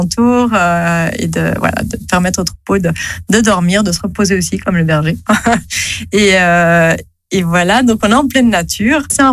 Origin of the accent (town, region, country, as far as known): Geneva, Switzerland